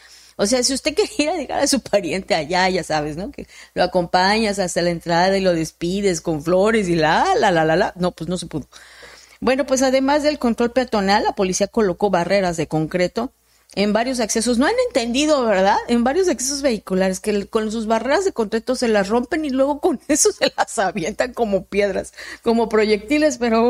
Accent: Mexico; No podemos permitir como mexicanos

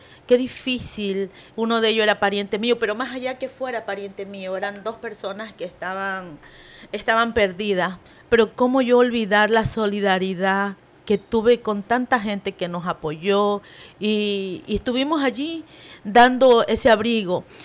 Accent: San Lorenzo, Manabí, Ecuador; no solo de San Lorenzo, de la cual soy oriunda

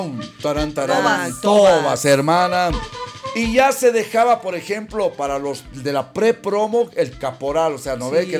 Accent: El Alto, La Paz, Bolivia; born there; Yo soy bachiller de la Ciudad del Alto, por si acaso, de la Unidad Educativa Bolivia.

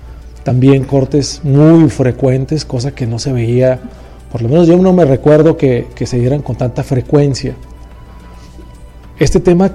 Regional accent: Baja California, Mexico; Somos un estado tan lejano, ¿no? Al centro de la toma de decisiones

